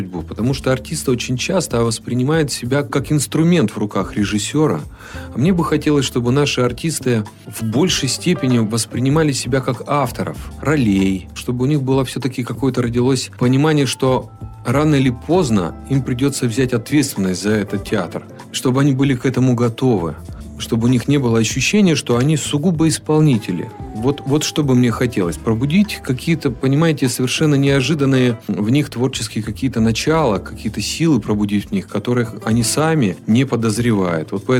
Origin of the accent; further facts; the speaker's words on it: Chelyabinsk, Chelyabinsk Oblast, Russia; которой я горжусь, как любой челябинец.